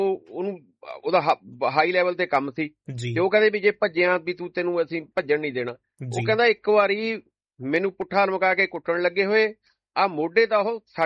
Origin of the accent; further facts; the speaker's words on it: Punjab, India; ਮੈਂ ਪੰਜਾਬੀ ਹਾਂ